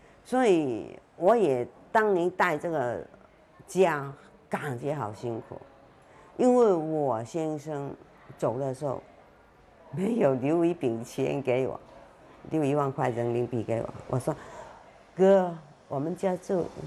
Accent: Chaozhou, Guangdong, China; 我们潮州的习惯，就早上起来一定要泡功夫茶来吃

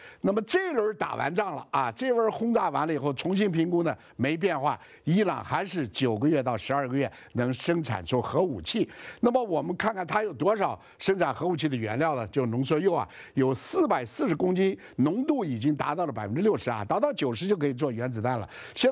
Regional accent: China

